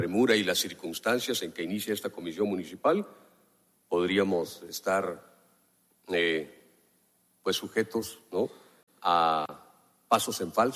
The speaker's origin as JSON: {"language": "Spanish", "town": "Juchitán de Zaragoza", "region": "Oaxaca", "country": "Mexico", "tie": "born or raised there", "said": "con mi ciudad, donde he vivido prácticamente los 52 años que tengo de edad"}